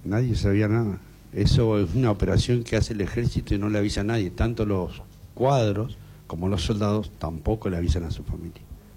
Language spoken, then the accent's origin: Spanish; Río Gallegos, Santa Cruz, Argentina; born there; soy nacido acá en Río Gallegos.